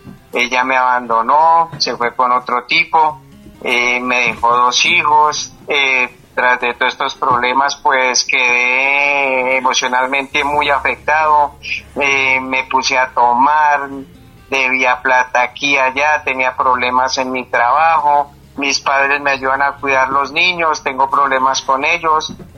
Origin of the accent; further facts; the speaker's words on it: Caparrapí, Cundinamarca, Colombia; now in La Dorada, Colombia; Aquí de la Dorada Caldas, pero soy de Caparrapí, Cundinamarca.